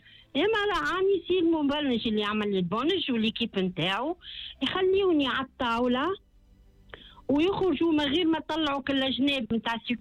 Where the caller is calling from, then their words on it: Tunisia; أنا مواطنة تونسية